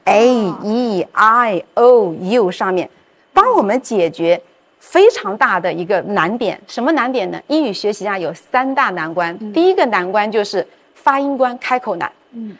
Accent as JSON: {"language": "Chinese", "country": "China", "said": "当然了还是我们中国人发明的哈。"}